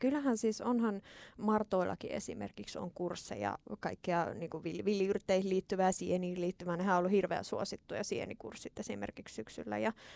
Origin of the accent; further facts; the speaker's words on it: Jyväskylä, Central Finland, Finland; kotikaupungissani Jyväskylässä